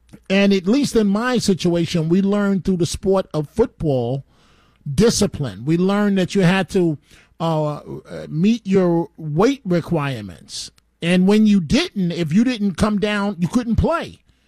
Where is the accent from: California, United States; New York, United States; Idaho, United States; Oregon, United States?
New York, United States; New York City; born there; as a black child that was once part of the New York City foster care system myself